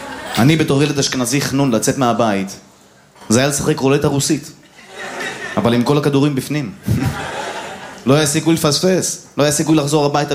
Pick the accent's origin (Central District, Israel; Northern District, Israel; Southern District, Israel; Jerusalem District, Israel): Central District, Israel; Netanya; בתור ילד אשכנזי חנון, אני גדלתי בשיקום סלע.